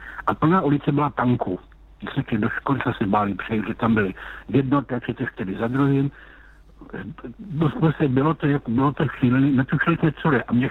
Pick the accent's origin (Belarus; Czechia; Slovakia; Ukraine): Czechia; Lysá nad Labem, Central Bohemian Region; Já jsem z Lise nad Labem.